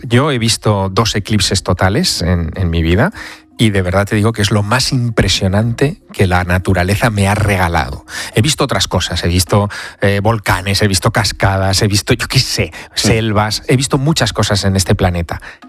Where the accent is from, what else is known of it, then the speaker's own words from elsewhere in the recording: Teruel, Aragon, Spain; born there; moved away; Pues mira, me voy a Teruel, a mi ciudad natal.